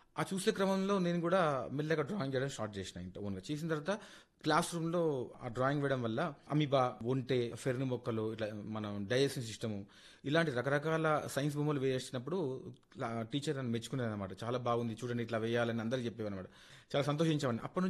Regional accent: Saidabad, Telangana, India; Sir నేను పుట్టింది సైదాబాద్లో sir. So మా అమ్మ డాడీ వచ్చేసి వాళ్ళు చదువుకోలేదు, మా అక్కయ్య కూడా చదువుకోలేదు. సో నన్నే గవర్నమెంట్ స్కూల్లో చదివించారు, మదనపేట హై స్కూల్ అని సైదాబాద్లో ఉండింది.

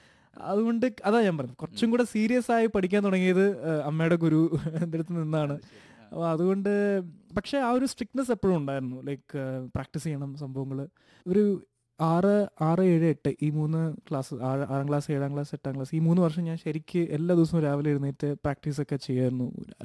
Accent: Abu Dhabi, United Arab Emirates; also born or lived in Alappuzha, India; ഞാൻ ജനിച്ചത് ആലപ്പുഴയിലാണ്. അവിടെ ചെറിയ 1ാം ക്ലാസ് വരെ അവിടെ പഠിച്ചത്. അത് കഴിഞ്ഞിട്ട് തിരിച്ച് ഞാൻ അച്ഛന് ജോലിയൊക്കെ ആയി ഞങ്ങൾ അബുദാബിയിലേക്ക് ഷിഫ്റ്റ് ചെയ്തു. അപ്പം ഞങ്ങളൊരു 10 വർഷത്തോളം ഞാൻ അബുദാബിയിലായിരുന്നു.

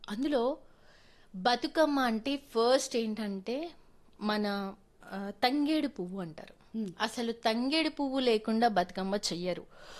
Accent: Ammanabolu, Telangana, India; born there; now in Hyderabad, India; నేను పుట్టింది అమ్మనబోలు గ్రామం, నార్కట్పల్లి మండలం అమ్మనబోలు గ్రామం, నల్గొండ జిల్లా పుట్టింది. తండ్రి ఆర్టీసీ డ్రైవర్.

